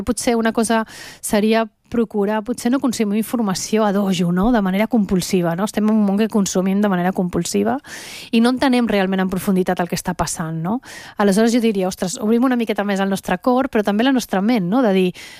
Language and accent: Catalan; Venezuela; jo també sóc de Venezuela, que tinc una connexió emocional, que forma part de la meva vida aquella terra